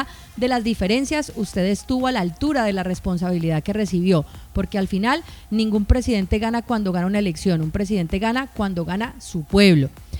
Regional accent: Colombia; gobiernan nuestro país.

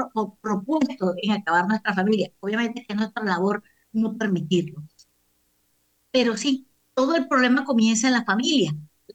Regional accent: Colombia

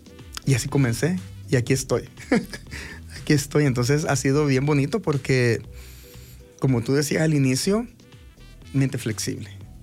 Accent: El Salvador

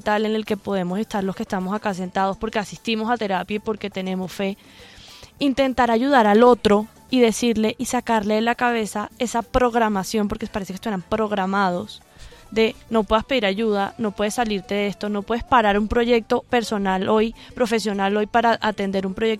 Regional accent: Caribbean coast, Colombia; yo soy costeña

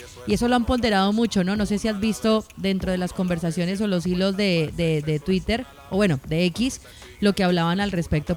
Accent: Colombia; para mí como colombiana

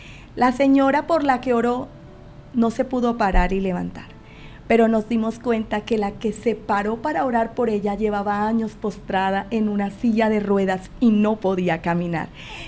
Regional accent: Sincelejo, Sucre, Colombia; moved away; En Sincelejo, nosotras somos de Sincelejo, Sucre.

